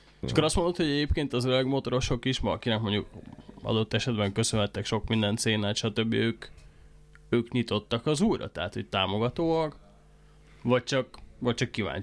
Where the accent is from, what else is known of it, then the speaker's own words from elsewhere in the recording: Győr, Győr-Moson-Sopron, Hungary; moved away; én például Győrben nőttem föl, a negyedik, ötödik legnagyobb város, de 130 ezer fő